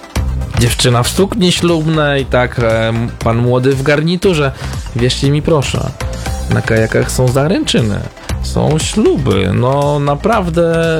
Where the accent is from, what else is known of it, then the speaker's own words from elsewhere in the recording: Lubusz Voivodeship, Poland; born there; also born or lived in Dąbrowa Górnicza, Silesian Voivodeship; pochodzę z Dąbrowy Górniczej. Ale tu zostałem przywieziony przez rodziców w latach 70., kiedy miałem 7 lat.